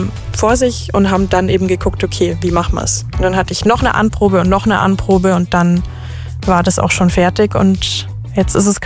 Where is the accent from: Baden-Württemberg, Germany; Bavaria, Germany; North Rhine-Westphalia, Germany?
Bavaria, Germany; Munich; Boah, München, es ist meine Heimat, ich möchte da überhaupt nicht mehr weg.